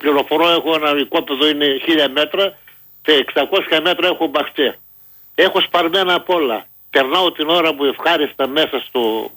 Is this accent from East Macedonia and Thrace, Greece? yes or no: no; Ftelia, Eastern Macedonia and Thrace, Greece; Είμαι από τη Φτελιά Δράμας.